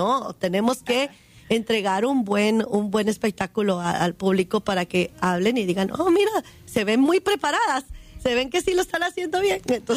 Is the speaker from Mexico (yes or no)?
no; Guatemala; moved away; yo también muy orgullosa de ser guatemalteca